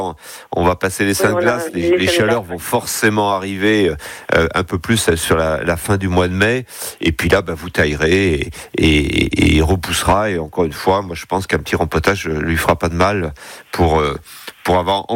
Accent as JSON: {"language": "French", "region": "Auvergne-Rhône-Alpes", "country": "France", "said": "chez nous en Drôme Ardèche."}